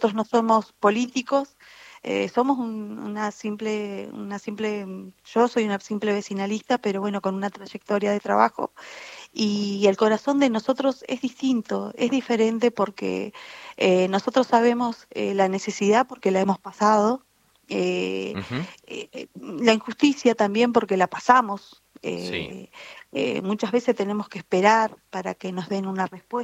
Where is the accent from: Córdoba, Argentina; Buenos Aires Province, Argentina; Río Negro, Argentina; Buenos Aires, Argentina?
Río Negro, Argentina; Bariloche; y bueno, yo como Bariloche, soy de Bariloche, de la provincia de Río Negro también